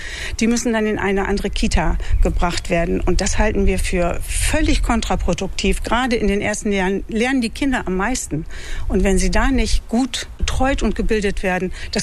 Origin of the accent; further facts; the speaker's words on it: Georgsmarienhütte, Lower Saxony, Germany; Ich komme aus Georgsmarienhütte.